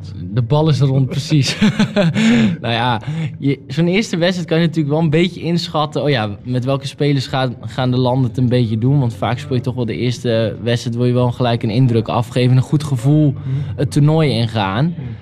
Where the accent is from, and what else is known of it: Netherlands